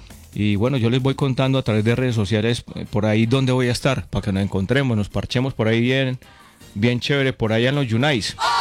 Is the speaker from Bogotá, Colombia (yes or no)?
no; Concordia, Antioquia, Colombia; Parce, en mi pueblo hay unos ¿cómo es que se llama eso? De esos policías acostados que no tiene, le toca parar. Parce, esos parecen muros, hermano, en Concordia.